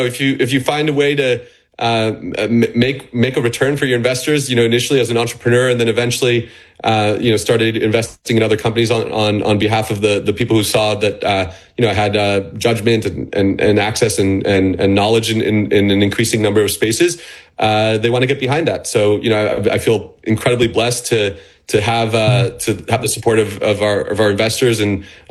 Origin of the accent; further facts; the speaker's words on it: United States; especially as an American